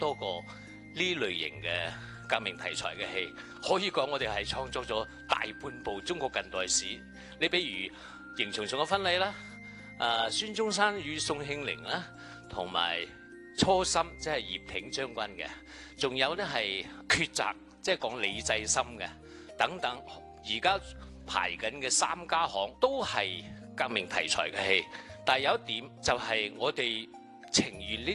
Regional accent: Guangzhou, Guangdong, China; 我哋廣東、我哋廣州人嘅故事

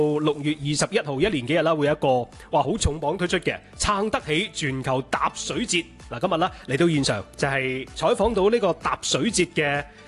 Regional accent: Guangdong, China; 咁啊我哋廣府人咧以水為財啦嘛

